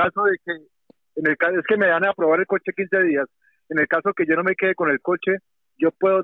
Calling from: Getafe, Community of Madrid, Spain; de Getafe.

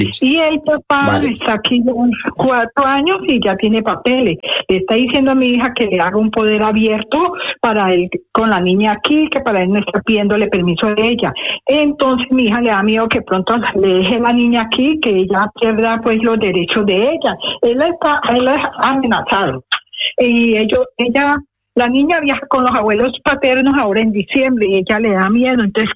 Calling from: Madrid, Community of Madrid, Spain; de Madrid

